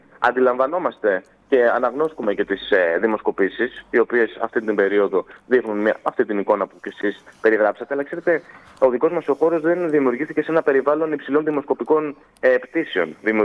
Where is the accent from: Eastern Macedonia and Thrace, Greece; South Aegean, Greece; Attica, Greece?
South Aegean, Greece; Rhodes; και εγώ κατάγομαι από τη Ρόδο